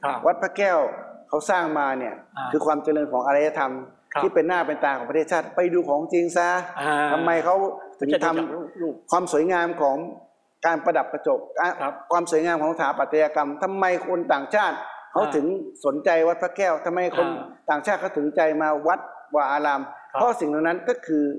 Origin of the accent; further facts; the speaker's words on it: Wiang Sa, Nan, Thailand; ก็พี่เป็นคนจังหวัดน่านเกิดที่อำเภอสาปัจจุบันเป็นเวียงสาบ้านพี่เนี่ยอยู่ระหว่างวัดสองวัดคือวัดกลางเวียงกับวัดบุญยืน